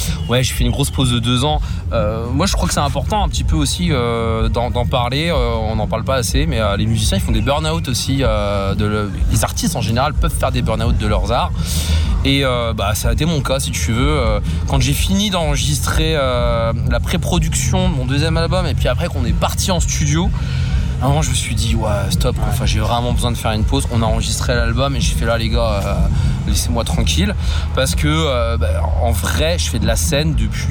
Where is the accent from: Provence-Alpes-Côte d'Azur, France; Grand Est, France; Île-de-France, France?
Grand Est, France; Coupéville; now in Les Grandes Loges, France; je suis pas originaire des Grandes Loges, je suis originaire d'un village encore plus petit de la Marne qui s'appelle Coupéville.